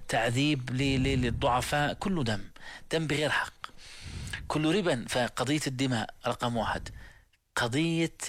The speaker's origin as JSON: {"language": "Arabic", "country": "Jordan", "said": "إحنا الحاج الأردني"}